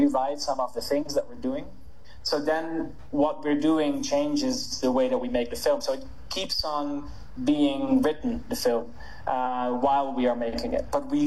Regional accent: Netherlands; moved away; I'm from the Netherlands

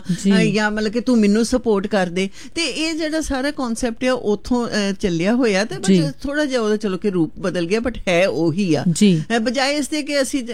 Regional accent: Punjab, India; now in Australia

